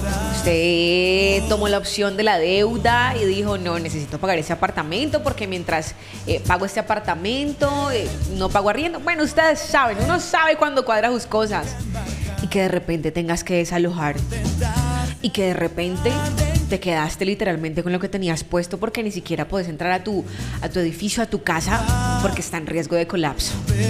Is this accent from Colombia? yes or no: yes; Colombia; Somos colombianos.